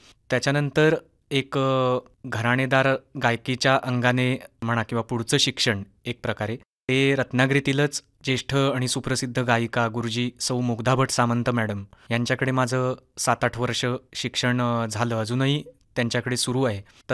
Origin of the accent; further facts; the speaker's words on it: Aravali, Maharashtra, India; आमचं गाव आरवली. आता आरवली गाव कलाकारांचं गाव म्हणून सुप्रसिद्ध आहेच आपल्या कोकणामध्ये